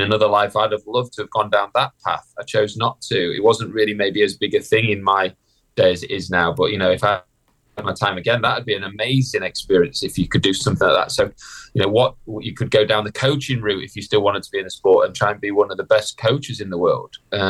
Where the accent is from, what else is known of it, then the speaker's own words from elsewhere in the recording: Sheffield, Yorkshire and the Humber, United Kingdom; the tournament was actually in Sheffield, which is my hometown.